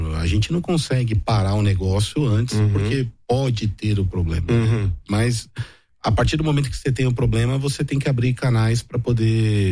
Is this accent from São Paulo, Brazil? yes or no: yes; São Paulo, Brazil; now in São Bernardo do Campo, Brazil; Sou aqui de São Paulo mesmo